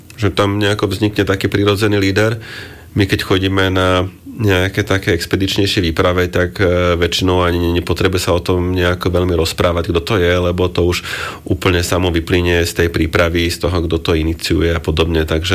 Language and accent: Slovak; Bratislava, Bratislava Region, Slovakia; u nás v Bratislave